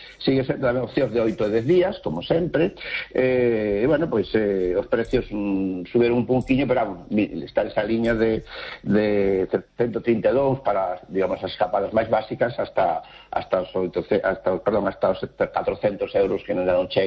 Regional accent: Galicia, Spain; isto tamén enriquece non só a nós, sino tamén a donde vamos nós tamén como galegos.

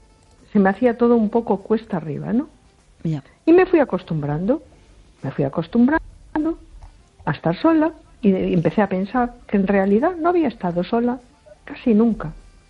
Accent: A Coruña, Galicia, Spain

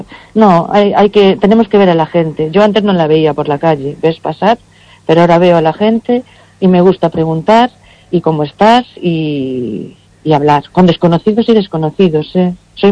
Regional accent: Cortegada, Galicia, Spain; En Cortegada queremos hacer algo, en mi pueblo

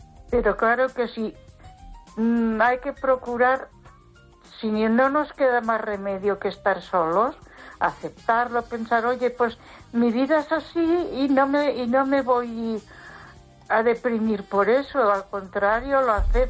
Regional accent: Catalonia, Spain; Pero vivo en un sitio, yo creo que ya te lo dije, que si no eres de su círculo y saben que soy catalana, automáticamente ya no te aceptan, no.

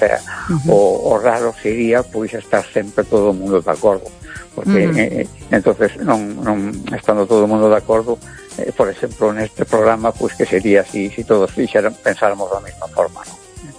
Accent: A Coruña, Galicia, Spain

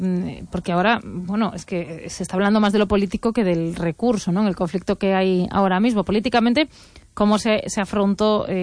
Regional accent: Pontevedra, Galicia, Spain; Fíjate, yo como soy de Pontevedra, sí que tengo más familiarizado lo de llevarle huevos a Santa Clara para que no llueva.

